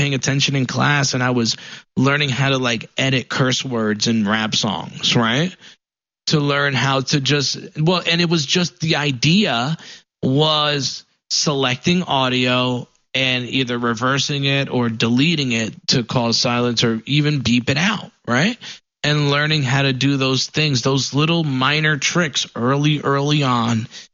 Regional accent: Paterson, New Jersey, United States; I grew up in New Jersey, in Paterson, New Jersey. It was a really a decent-sized city, full of a lot of culture.

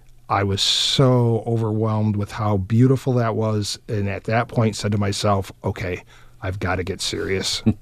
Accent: Midland, United States; I grew up in Midland and was blessed with being a child in a community that really appreciated performing arts.

